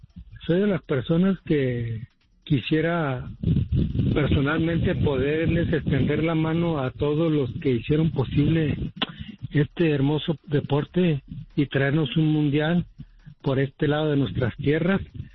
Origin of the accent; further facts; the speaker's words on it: Mexico; como mexicano se los digo